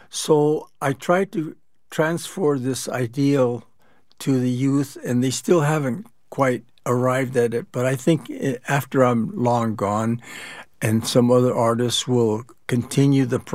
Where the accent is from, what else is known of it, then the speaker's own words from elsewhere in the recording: San Diego, California, United States; Sporadic in terms of the various cultures that were living there. But primarily, there were a lot of Mexican families, Italian families.